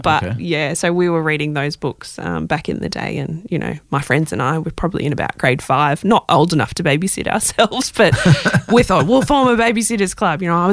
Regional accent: Berwick, Victoria, Australia; Yeah, so I was born and raised in Berwick, so southeastern suburbs of Melbourne.

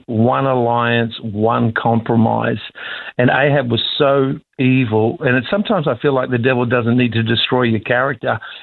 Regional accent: Sydney, New South Wales, Australia; And I remember growing up, my mum would always say to me, growing up in Sydney, if all your mates jumped off the Harbour Bridge, would you?

